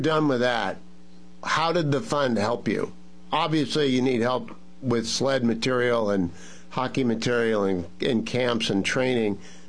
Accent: Ohio, United States; I'm from Ohio. I'm suspicious.

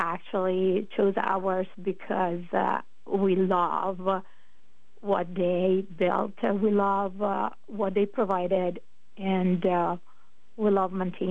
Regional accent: Trento, Trentino-Alto Adige, Italy; English is a second language; moved away as an adult; now in United States; Well, originally I'm from Italy, was born and raised in the north of Italy, close to Austria, in a town called Trento, and a beautiful little town in the mountain, in the Dolomites.

